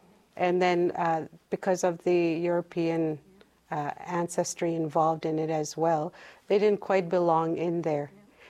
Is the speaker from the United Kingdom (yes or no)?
no; Gift Lake, Alberta, Canada; born there; moved away; I'll speak from Alberta as I was born right in Gift Lake, and then later on, I did leave for a while, but I came back.